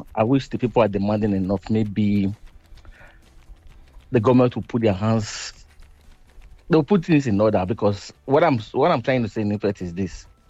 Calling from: France; I'm calling from France.

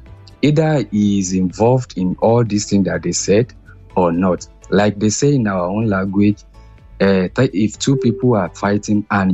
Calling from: South Africa; I'm from South Africa.

